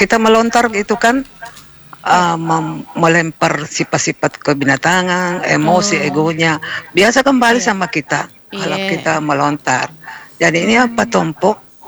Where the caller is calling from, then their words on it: South Sulawesi, Indonesia; Saya kan juga orang Bugis Makassar.